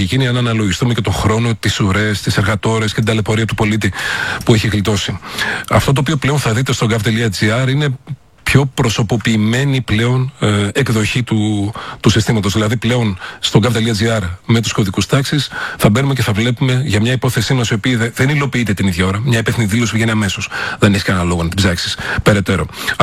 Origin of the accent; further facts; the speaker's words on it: Trikala, Thessaly, Greece; είτε είσαι από τα μέρη μου, από τη Θεσσαλία, τα Τρίκαλα που μιλάς ίσως λίγο πιο βαριά